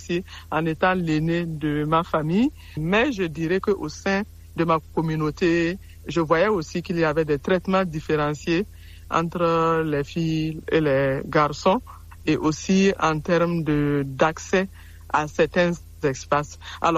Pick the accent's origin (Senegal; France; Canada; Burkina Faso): Burkina Faso; comme indiqué. Je suis burkinabé.